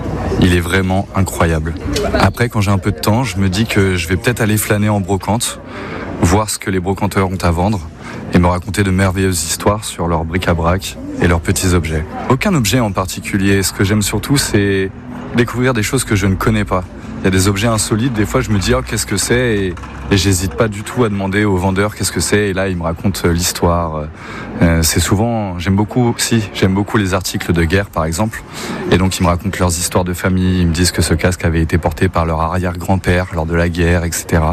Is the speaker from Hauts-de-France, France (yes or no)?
no; Taurigny, Nouvelle-Aquitaine, France; je viens de Taurigny dans les Deux-Sèvres.